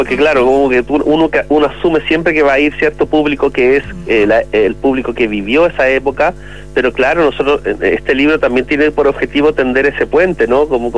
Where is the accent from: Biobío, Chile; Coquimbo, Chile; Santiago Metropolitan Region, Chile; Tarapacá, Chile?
Santiago Metropolitan Region, Chile; Santiago; moved away as an adult; now in Valparaíso, Chile; yo soy de Santiago, pero vivo hace 5 años en Valparaíso